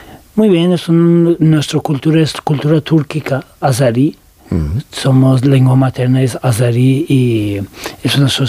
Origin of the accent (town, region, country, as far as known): Tehran, Tehran Province, Iran; born or raised there; Spanish is a second language